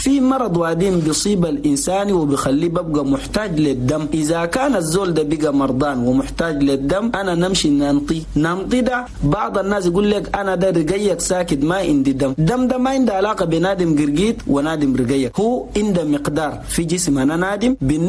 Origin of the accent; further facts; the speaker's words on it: Chad; نقول لأخواننا المواطنين جميعا في بلدنا تشاد